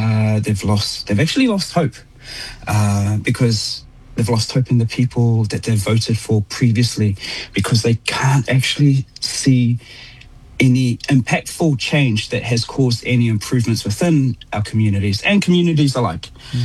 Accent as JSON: {"language": "English", "region": "Auckland", "country": "New Zealand", "said": "establishing that obviously I'm Māori and Tongan. My Tongan family, we came from Vava'u, from Nelfon Holonga. And, you know, some of us migrated out to West Auckland and the rest of us came through to South Auckland."}